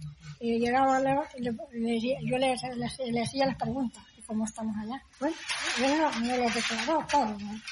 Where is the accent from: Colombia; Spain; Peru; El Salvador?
El Salvador; porque no somos de aquí, nosotros, le dije yo, somos del Salvador.